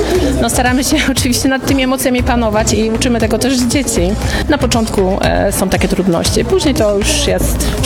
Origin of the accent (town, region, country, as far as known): Piotrków Trybunalski, Łódź Voivodeship, Poland